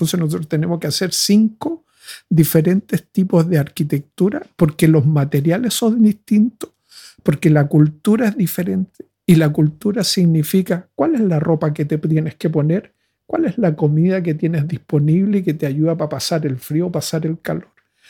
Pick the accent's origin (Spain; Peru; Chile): Chile; yo vengo de Chile, ¿ya? Y en Chile nosotros tenemos dos grandes límites. Uno es el Océano Pacífico y el otro es la cordillera de los Andes. Entonces nosotros vivimos como apretados así en 200 kilómetros de ancho y 5.000 kilómetros de largo.